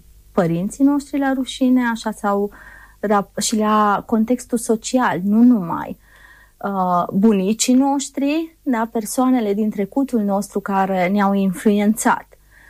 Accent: Romania; m-am născut în România

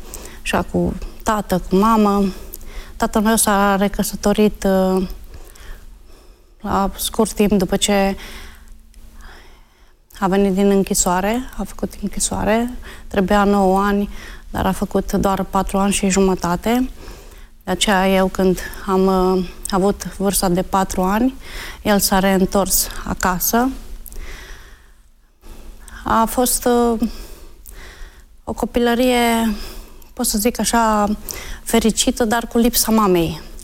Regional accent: Arad, Arad County, Romania; born there; cum am mai spus. M-am născut în Arad, într-o familie de ortodoxi.

